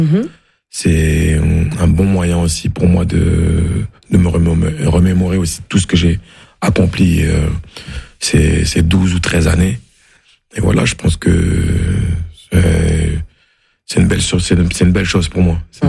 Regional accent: Roubaix, Hauts-de-France, France; puisque moi, voilà, j'ai grandi à Roubaix, à M aussi, qui est une ville.

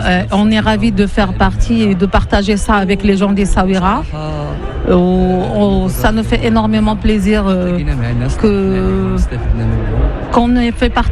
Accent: Agadir, Souss-Massa, Morocco; je suis d'Agadir et c'est ma première participation au festival

